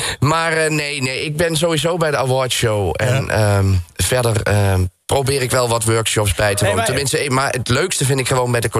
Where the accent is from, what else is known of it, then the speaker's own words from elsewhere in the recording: Gelderland, Netherlands; now in North Brabant, Netherlands; Ik kom uit Gelderland, dus daar kan ik nooit veranderen.